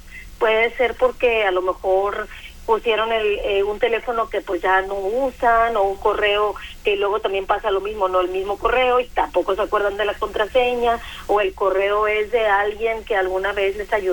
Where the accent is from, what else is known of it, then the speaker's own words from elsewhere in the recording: Mexico; porque siento que a veces como mexicanos somos un poco necios, un poco tercos.